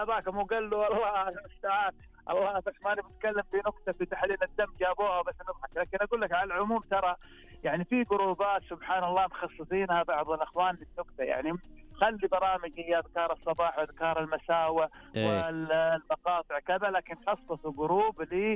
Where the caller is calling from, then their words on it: Medina, Medina Province, Saudi Arabia; من المدينه ومنطقه اسمها منطقه العيون.